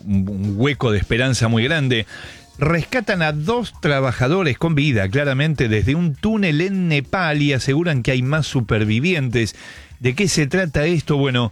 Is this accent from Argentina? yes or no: no; Tobuna, San Pedro, Paraguay; soy de Tobuna, departamento de San Pedro.